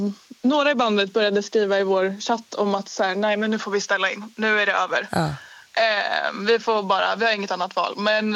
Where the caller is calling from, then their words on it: Stockholm, Stockholm County, Sweden; Jag är 22 år och jag kommer från Stockholm.